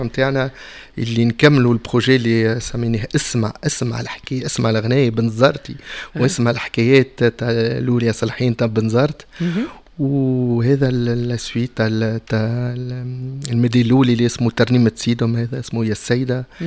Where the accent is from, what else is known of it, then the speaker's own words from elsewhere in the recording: France; Arabic is a second language; now in Tunisia; واميني كنت مولود في فرنسا, عشت في فرنسا, تو عندي برسك 20 سنين نعيش في تونس. وعلاش التونسي متاعي مكسر؟